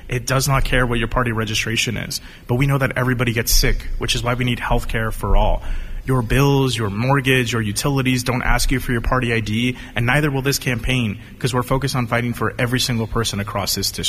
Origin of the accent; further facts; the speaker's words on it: Bakersfield, California, United States; As a son of immigrants from Mexico, I grew up in Bakersfield in a working class family